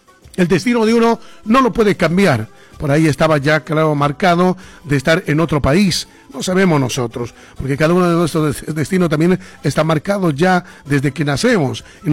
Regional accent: Bolivia; now in Argentina; como boliviano, se siente también, en este caso, muy sumergido a lo que es, ¿no? Esa patria querida que extrañamos mucho

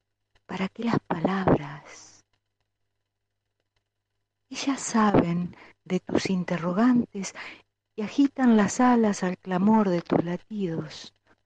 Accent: Entre Ríos, Argentina; born there; now in San Martín de los Andes, Argentina; Nací en Entre Ríos, también amado. Esa tierra oscura, con río oscuro, que también me aparece en los sueños cuando extraño.

